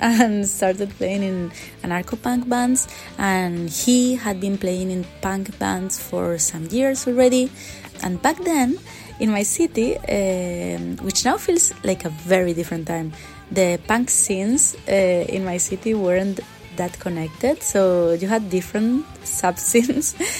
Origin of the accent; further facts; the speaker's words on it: Zaragoza, Aragon, Spain; my hometown, Zaragoza, in Spain.